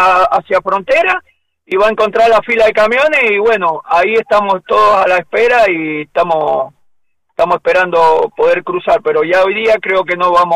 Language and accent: Spanish; Mendoza, Argentina; yo soy oriundo de Mendoza